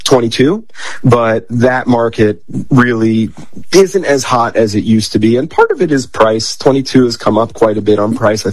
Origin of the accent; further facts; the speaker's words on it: Pennsylvania, United States; I grew up in Pennsylvania, right outside of Philadelphia, and I grew up in a very suburban area, so not like we were going out back and hunting.